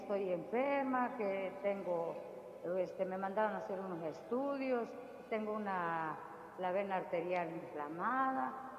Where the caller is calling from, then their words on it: Huetamo, Michoacán, Mexico; de acá, de la ciudad de Huetamo.